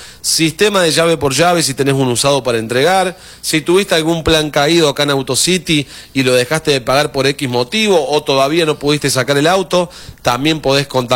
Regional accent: Laboulaye, Córdoba, Argentina; soy oriundo de la Bulalle, de hecho.

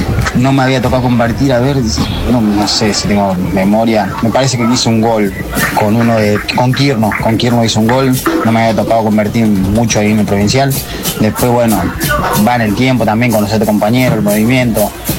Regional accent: Mendoza, Argentina; moved away as an adult; Yo soy de Mendoza Capital. Salí del Deportivo Maipú de Mendoza y hace serán 14 años que ando por la zona, digamos La Pampa

